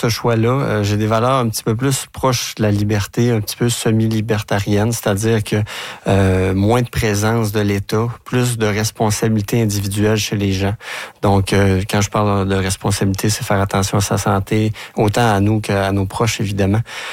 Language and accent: French; Quebec, Canada; moved away; Je viens de la Gaspésie.